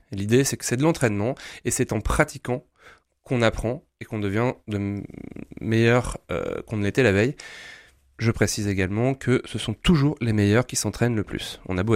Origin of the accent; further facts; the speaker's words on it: Lille, Hauts-de-France, France; je suis nordiste, j'ai eu la chance de voyager beaucoup, mais je reviendrai toujours à Lille.